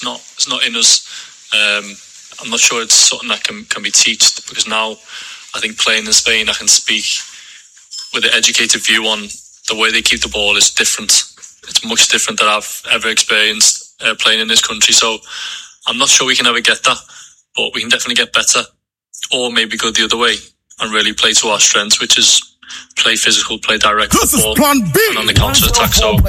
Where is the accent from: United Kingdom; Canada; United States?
United Kingdom; England; we're English.